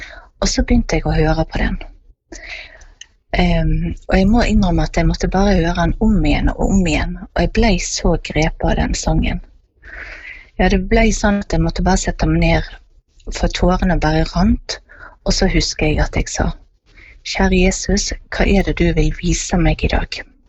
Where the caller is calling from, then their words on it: Bergen, Vestland, Norway; og jeg kommer fra Åsane nord for Bergen.